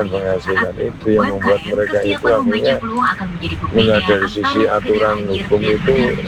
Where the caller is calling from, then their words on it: Malang, East Java, Indonesia; saya sebagai warga Kota Malang